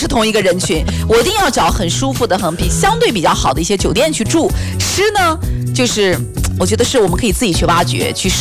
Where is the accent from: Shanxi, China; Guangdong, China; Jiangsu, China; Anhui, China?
Shanxi, China; born there; moved away